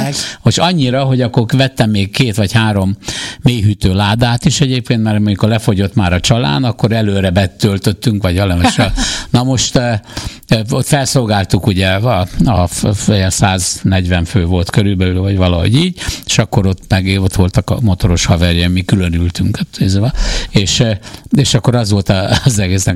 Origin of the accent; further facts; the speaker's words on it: Paks, Tolna, Hungary; born there; amikor fiatal voltam, akkor Pakson a birkacsárda előtt